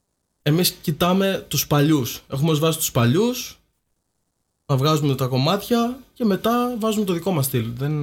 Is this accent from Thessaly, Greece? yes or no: no; Makrygialos, Crete, Greece; now in Siteia, Greece; Λοιπόν, είμαι από το Μακρύγιαλο Σιτίας, αλλά κατοικώ στη Σιτία.